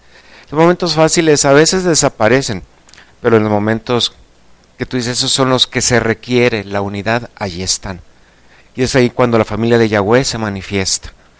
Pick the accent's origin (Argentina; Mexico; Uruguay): Mexico; O sea, pensemos nosotros que somos mexicanos, la gran mayoría.